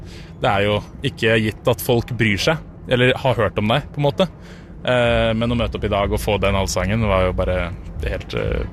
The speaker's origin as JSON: {"language": "Norwegian", "town": "Sandefjord", "region": "Vestfold", "country": "Norway", "said": "I og med at jeg kommer fra Sandefjord og har vært på Slottsfjell som publikummer flere ganger enn jeg kan telle omtrent."}